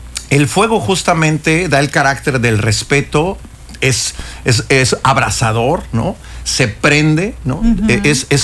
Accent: Mexico; nosotros los mexicanos estamos tan habituados con el mariachi

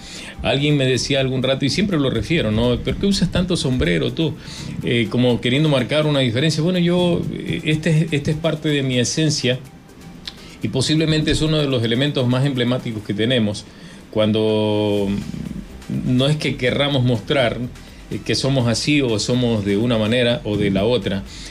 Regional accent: Manabí, Ecuador; born there; nacimos en Manabí, somos manabitas

